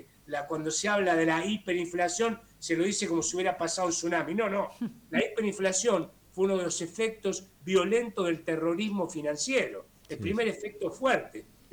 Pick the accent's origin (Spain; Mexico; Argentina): Argentina